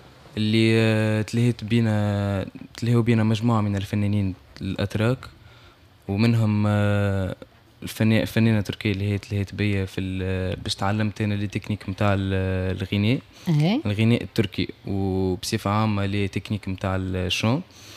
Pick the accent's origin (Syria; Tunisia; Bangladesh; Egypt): Tunisia; نحن التوانسة